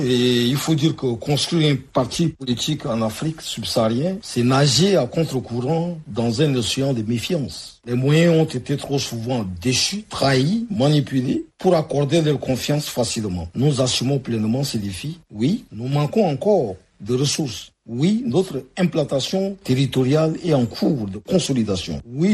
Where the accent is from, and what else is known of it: Chad